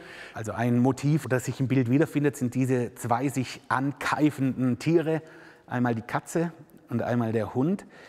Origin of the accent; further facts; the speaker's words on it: Danube Valley, Baden-Württemberg, Germany; ich komme aus dem Donautal. Ich bin Donautal-Künstler.